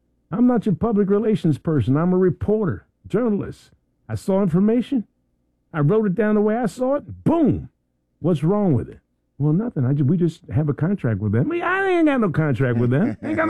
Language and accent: English; Philadelphia, Pennsylvania, United States; And I'm from Philly.